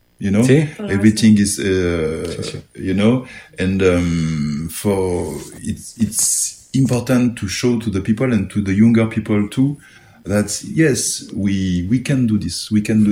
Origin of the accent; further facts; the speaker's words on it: France; English is a second language; It was a long time ago for us, you know, and we grew up in France. Me, I grew up with ideas, ideology of anti-racism, unity